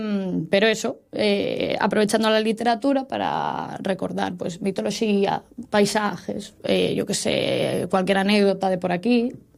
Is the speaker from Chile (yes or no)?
no; Asturias, Spain; que obviamente como asturianos tenemos que reivindicar